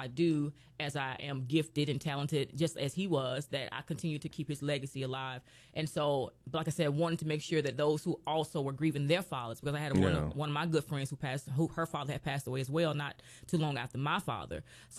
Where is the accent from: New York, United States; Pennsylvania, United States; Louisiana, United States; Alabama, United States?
Alabama, United States; Birmingham; born there; also born or lived in Kentucky; we came down to Birmingham from Kentucky in 82. I was 2 years old.